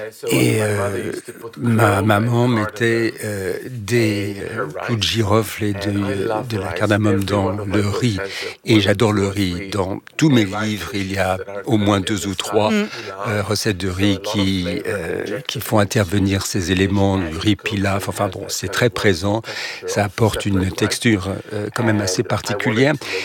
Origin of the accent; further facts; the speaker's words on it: Jerusalem, Jerusalem District, Israel; Parce que j'ai grandi à Jérusalem et chaque culture avait sa propre tradition, sa propre recette de kefta, de boulettes.